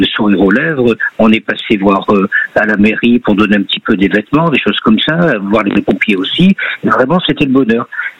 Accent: Fréjus, Provence-Alpes-Côte d'Azur, France; Alors, pour vous dire, moi je suis de Fréjus et on a de la famille au Touronnais

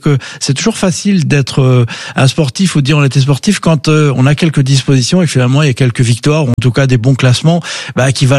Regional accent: Reims, Grand Est, France; born there; also born or lived in Arcachon / Provence

